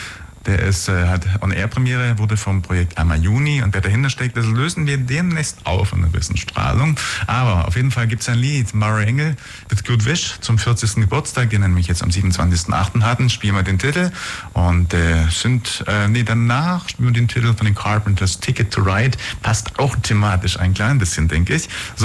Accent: Germany

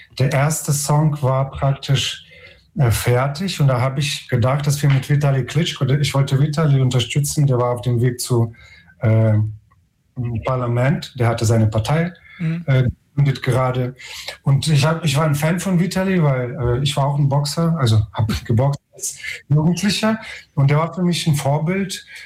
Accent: Lviv, Lviv Oblast, Ukraine; in Lemberg, in Lviv, in meiner Heimatstadt, das erste Mal auf der Bühne.

